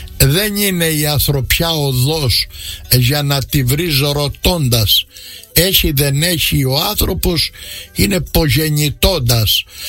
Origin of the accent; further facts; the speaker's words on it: Crete, Greece; Και εμείς την έχουμε πολύ που είμαστε από την Κρήτη.